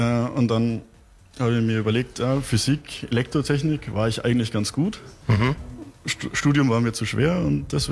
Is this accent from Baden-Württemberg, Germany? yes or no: no; Magdeburg, Saxony-Anhalt, Germany; now in Wunsiedel, Germany; Ich komme aus Magdeburg.